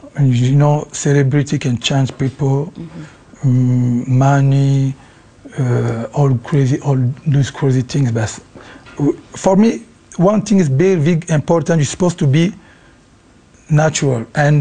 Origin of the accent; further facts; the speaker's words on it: Kinshasa, DR Congo; first language Lingala; English is a second language; moved away as an adult; also born or lived in Paris; I grew up in Kinshasa, and I go to the Paris when I was used to be a little bit, you know, like 19, 20. So I have both culture, you know, Congolese culture